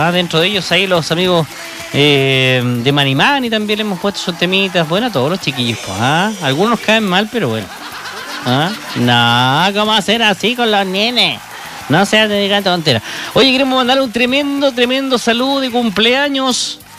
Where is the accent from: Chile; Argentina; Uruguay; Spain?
Chile; así somos los chilenos, ¿eh?